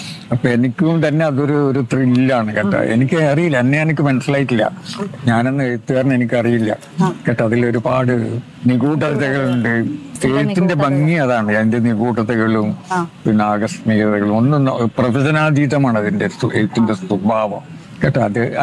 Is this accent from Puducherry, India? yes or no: yes; Mahe, Puducherry, India; കാരണം ഞാൻ നിലനിൽക്കുന്നത് അവിടെയാണ്, മയ്യഴിയിലാണ്. അവിടുന്ന് ജനിച്ചു വളർന്ന നാട് അവിടുന്നല്ലേ ഞാനായത്. ഇപ്പൊ ഞാൻ മലയാളത്തിൽ എഴുതുന്നു, ആ മലയാളം പഠിച്ചത് പോലും ഞാൻ മയ്യഴിയിൽ വെച്ചിട്ടാണ്.